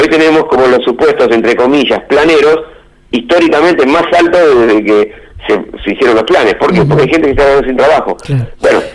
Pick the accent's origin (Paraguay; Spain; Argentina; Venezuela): Argentina; Todos sabemos cómo somos los argentinos.